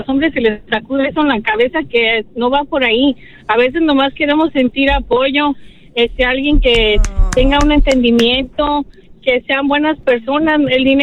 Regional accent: Jalisco, Mexico; Pues yo soy de Jalisco

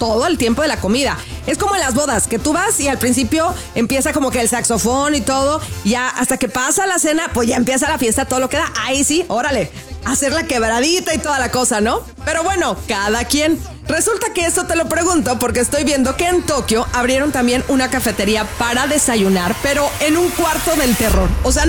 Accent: Sinaloa, Mexico; yo que soy sinaloense

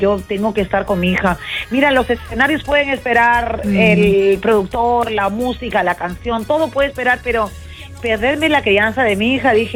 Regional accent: Peru; moved away as an adult; Yo vengo de Perú, ¿no? Vengo de una familia de artistas.

